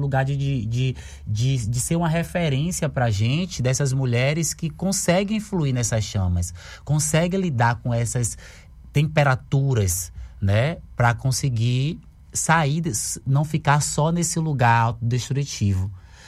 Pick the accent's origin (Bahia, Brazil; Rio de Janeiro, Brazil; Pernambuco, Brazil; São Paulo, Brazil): Bahia, Brazil; Salvador; Porque eu sou de Cajazeiras